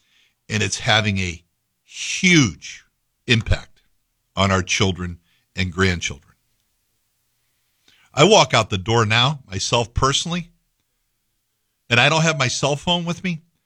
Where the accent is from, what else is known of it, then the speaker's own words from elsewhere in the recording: Schaghticoke, New York, United States; I drove through Scaticook the other day. the mothership where I grew up, the mothership is really Felt Fidelity, my hometown.